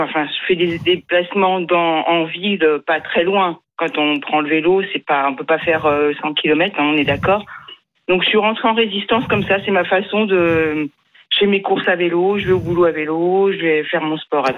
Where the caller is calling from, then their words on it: Orléans, Centre-Val de Loire, France; À Orléans, on a le tram